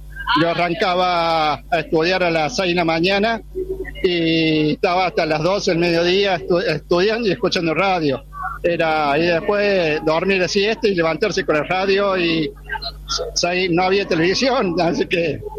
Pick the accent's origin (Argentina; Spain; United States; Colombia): Argentina; Córdoba; now in Santa Fe, Argentina; Nací en Córdoba, viví, estudié en Córdoba mi primaria, mi secundaria. Me dio la posibilidad de estudiar veterinaria afuera. Me fui a Esperanza, la facultad que estaba más cerca de mí